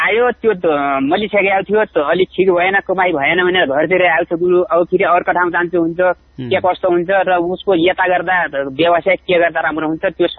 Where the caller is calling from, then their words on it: Rolpa, Lumbini Province, Nepal; म गंगादेव गाउँपालिका वडा नम्बर 7 देखि हजुर राँकबाट।